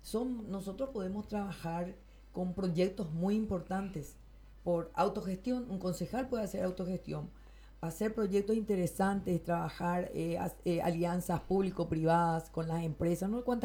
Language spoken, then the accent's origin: Spanish; Pedro Juan Caballero, Amambay, Paraguay; la querida ciudad de Pedro Juan Caballero, donde yo nací. Aquí yo crecí, aquí yo estudié, aquí crecieron mis hijos, mis amigos.